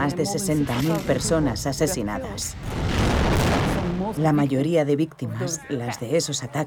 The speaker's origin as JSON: {"language": "Spanish", "country": "Israel", "said": "comprender y asimilar que mi país, mi pueblo, está cometiendo un genocidio es mental y emocionalmente lo más difícil para mí como israelí."}